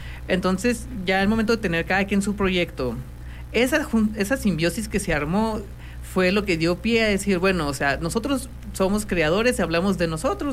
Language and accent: Spanish; Nogales, Sonora, Mexico; artista plástico aquí de Nogales, integrante de Saguaro Negro.